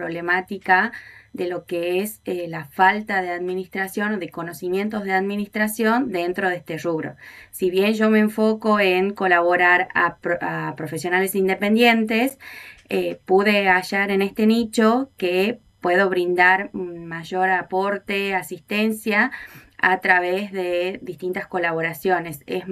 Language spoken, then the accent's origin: Spanish; Tucumán, Argentina; Sí, así es, Tucumán.